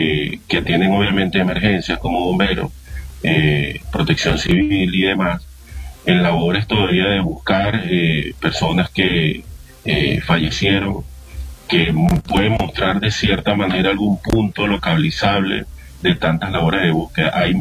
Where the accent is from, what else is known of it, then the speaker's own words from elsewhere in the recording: Venezuela; a nosotros como venezolanos nos caracteriza esto.